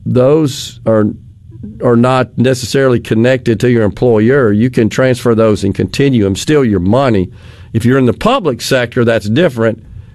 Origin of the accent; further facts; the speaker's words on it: Jackson, Mississippi, United States; when I was younger, growing up in Jackson.